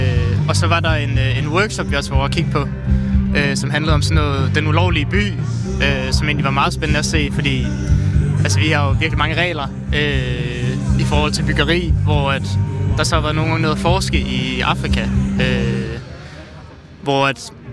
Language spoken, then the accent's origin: Danish; Holbæk, Zealand, Denmark; now in Aalborg, Denmark; Jeg bor i Aalborg, men jeg er oprindelig fra Holbæk på Sjælland.